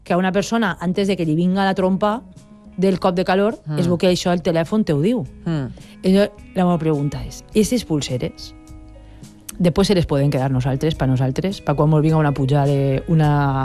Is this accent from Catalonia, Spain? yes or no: no; Ontinyent, Valencian Community, Spain; La tenia Ontinyent, que és el meu poble. I és des d'on estic fent la secció avui.